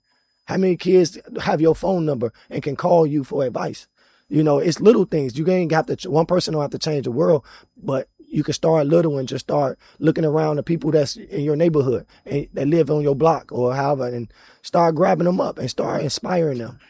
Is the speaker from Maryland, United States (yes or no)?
no; Chicago, Illinois, United States; And, you know, I'm from Chicago. So we used to have this program on the South Side